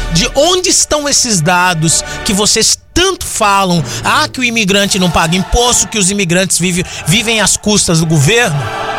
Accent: Brazil; now in Massachusetts, United States; todos nós brasileiros

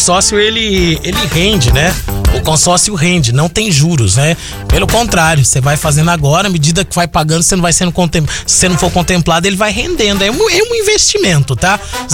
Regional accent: Brazil; moved away; sou brasileiro.

